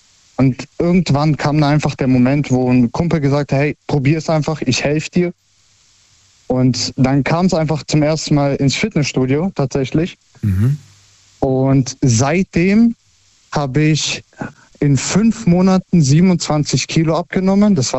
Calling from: Herzogenaurach, Bavaria, Germany; Aus Bayern, aus Herzogenaurach.

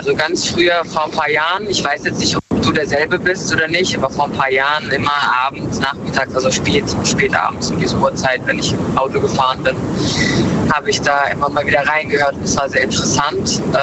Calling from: Frankfurt, Hesse, Germany; aus Frankfurt.

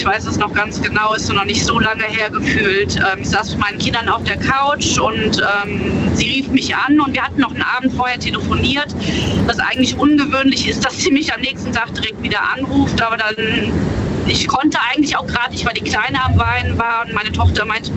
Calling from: Hennef, North Rhine-Westphalia, Germany; Hennef. Ich komme aus Hennef.

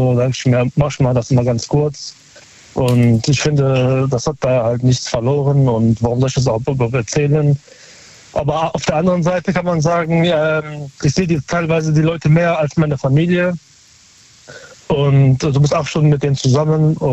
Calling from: North Rhine-Westphalia, Germany; Aus Nähe Köln.

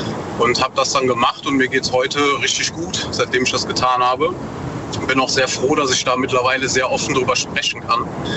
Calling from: North Rhine-Westphalia, Germany; Aus der Eifel, NRW.

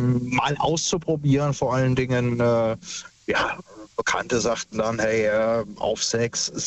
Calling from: Bad Kreuznach, Rhineland-Palatinate, Germany; Ei, sagen wir mal Kreuznach.

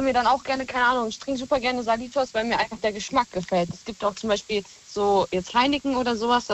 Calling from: Montabaur, Rhineland-Palatinate, Germany; Aus Montabaur.

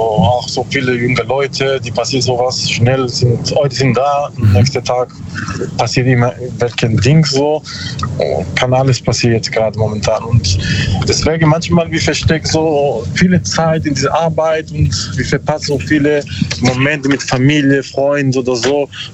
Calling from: Bruchsal, Baden-Württemberg, Germany; Karlsruhe, Bruchsal, so.

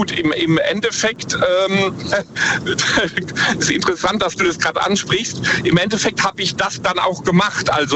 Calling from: Ruppertsberg, Rhineland-Palatinate, Germany; Ich komme aus der Ecke Ruppertsberg.

